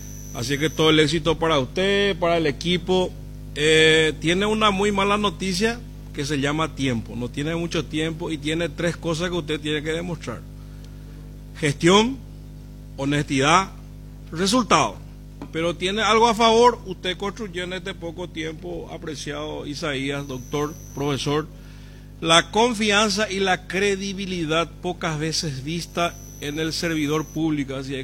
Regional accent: Paraguay; yo vengo del interior de la República, represento al departamento de Cordillera.

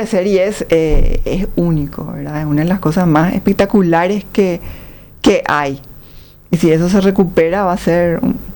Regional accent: Paraguay; es una obligación como paraguayos sentirnos

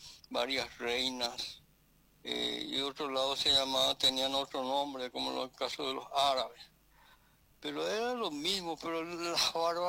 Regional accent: Paraguay; El Paraguay somos rastreros americanos a cambio de esa parte que hoy sabemos

